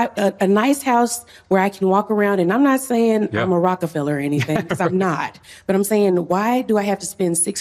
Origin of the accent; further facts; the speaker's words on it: Tarrant County, Texas, United States; born there; found out I was born in Tarrant County.